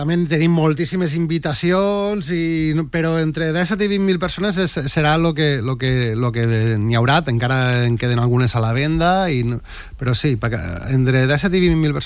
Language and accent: Catalan; Pego, Valencian Community, Spain; Clar, som de Pego